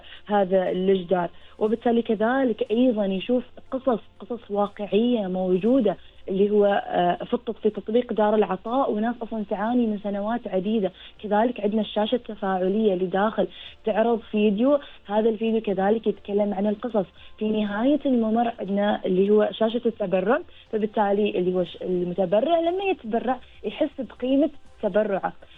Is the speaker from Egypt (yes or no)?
no; Muscat, Muscat Governorate, Oman; طبعا نحن من مسقط